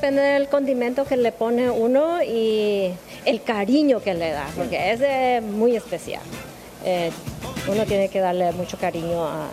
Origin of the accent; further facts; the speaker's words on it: Caraguatal, Paraguay; now in United States; Soy de Caraguatal.